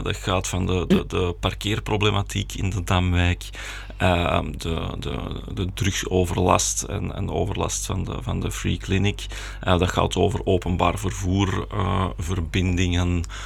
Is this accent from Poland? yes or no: no; Antwerp, Flanders, Belgium; ik ben geboren en getogen Antwerpenaar. En ik woon op de Dam sinds 2013, dus 13 jaar nu ongeveer.